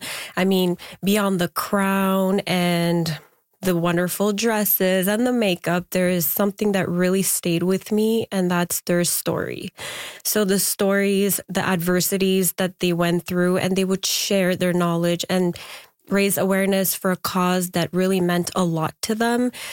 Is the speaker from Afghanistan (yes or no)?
yes; Afghanistan; Well, I'm originally from Afghanistan.